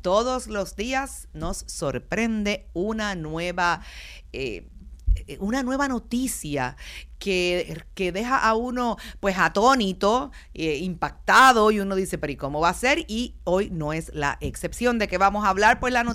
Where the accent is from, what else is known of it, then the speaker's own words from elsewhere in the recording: Puerto Rico; porque así somos los puertorriqueños, ¿verdad?